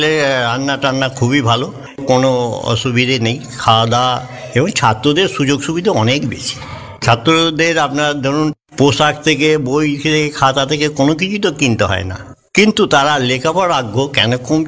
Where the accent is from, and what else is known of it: West Bengal, India